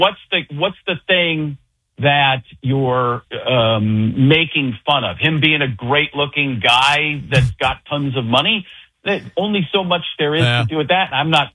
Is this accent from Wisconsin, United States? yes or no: yes; Waukesha, Wisconsin, United States; And I grew up in Waukesha. That's like, you know, just a little bit down the road.